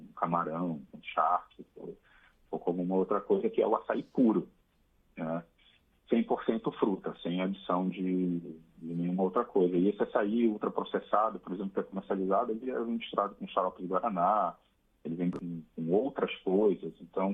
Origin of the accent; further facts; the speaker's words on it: Pará, Brazil; em especial a do Pará. Então, é de onde eu vim, que amo de paixão esse estado.